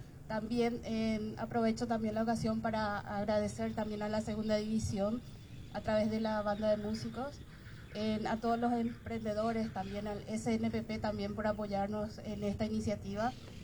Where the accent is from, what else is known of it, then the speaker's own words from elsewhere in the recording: Paraguay; algo que nos caracteriza como paraguayos, que es la guaranía y el folclore.